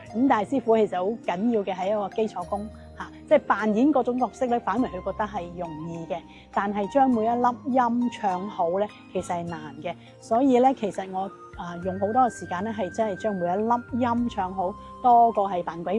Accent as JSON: {"language": "Cantonese", "region": "Guangdong", "country": "China", "said": "亦都加上我哋广东人一啲嘅抵死绝物嘅嘢"}